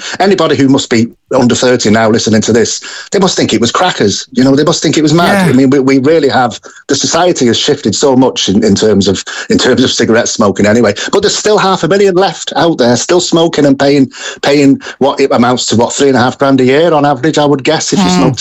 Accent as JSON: {"language": "English", "region": "England", "country": "United Kingdom", "tie": "born or raised there", "moved": "yes", "said": "That was the same growing up in England"}